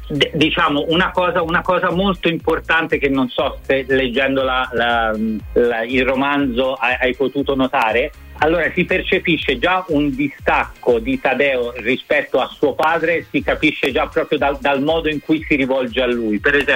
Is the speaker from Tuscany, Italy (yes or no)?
yes; Tuscany, Italy; nel mio caso che sono toscano un babbo